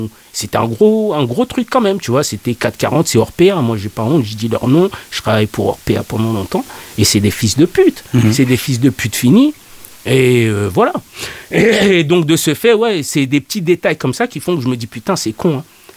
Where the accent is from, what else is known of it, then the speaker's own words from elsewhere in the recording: France; born there; also born or lived in England; je suis né en France, je me sens français.